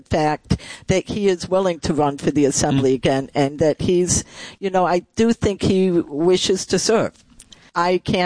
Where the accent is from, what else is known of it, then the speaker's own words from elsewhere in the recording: New York, United States; most of my life I've lived in rural New York. I'm basically a hick. I was raised in the Southern Tier. I know the people. I know the farms. I know this kind of life.